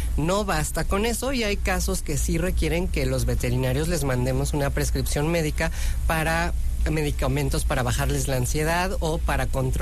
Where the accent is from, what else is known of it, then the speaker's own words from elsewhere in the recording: Mexico; Yo sé que somos flojos los mexicanos